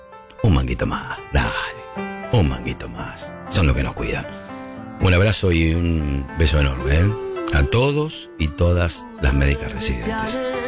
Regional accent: Argentina; En mi país, en la República Argentina

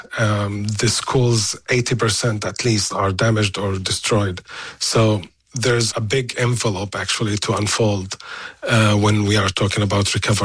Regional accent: Gaza Strip, Palestine; I was born and raised and bred in the Gaza Strip all my life.

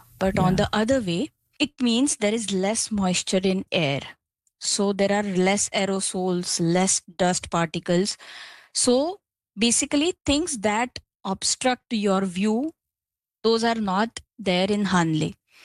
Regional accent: Mumbai, Maharashtra, India; First of all, being a city girl, I'm born and brought up in Mumbai.

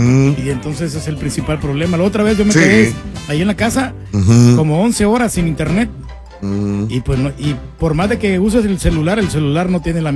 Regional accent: El Salvador; moved away

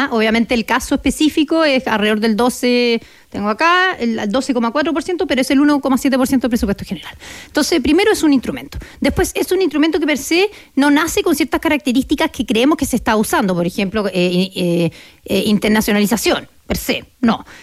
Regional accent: Chile

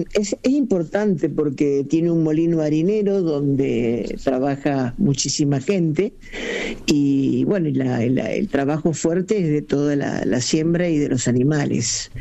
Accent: Matilde, Santa Fe, Argentina; Estación Matilde, donde yo vivo

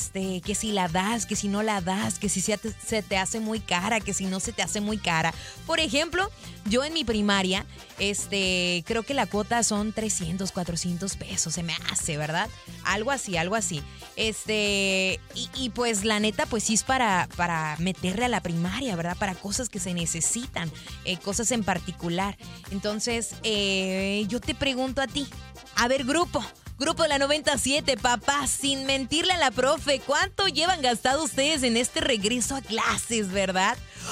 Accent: Mexico; Porque como buen mexicano

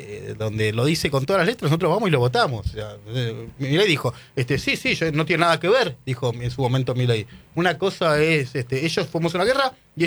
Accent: Argentina; Somos raros, argentinos.

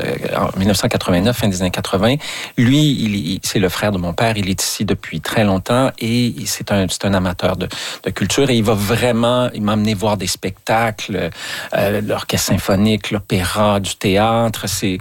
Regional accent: La Tuque, Quebec, Canada; Moi, je viens de Latuc. Alors, l'offre culturelle au début des années 80 à Latuc, c'était limité.

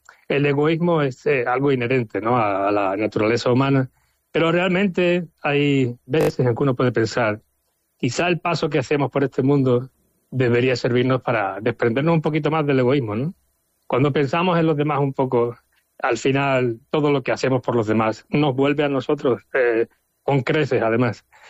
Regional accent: Algeciras, Andalusia, Spain; now in United States; tantos algecireños en el exilio, ¿no? Que llevo ya 30 años en Estados Unidos, así que para mí volver a mi tierra es fantástico, es algo mágico.

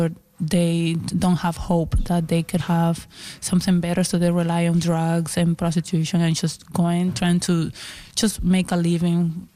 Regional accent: Cuba; part of the poem as well is how I grew up in Cuba

